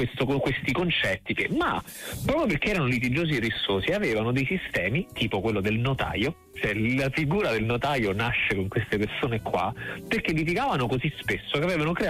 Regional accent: Apulia, Italy; Quando noi, tanto a Taranto, tanto a Salento, usiamo la parola price

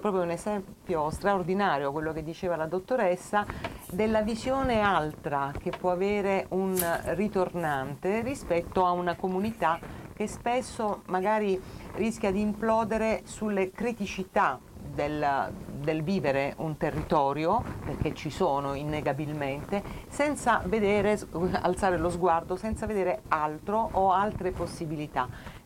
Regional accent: Taranto, Apulia, Italy; also born or lived in Rome; anche io sono ritornata a Taranto, la mia città natale, dopo 40 anni a Roma

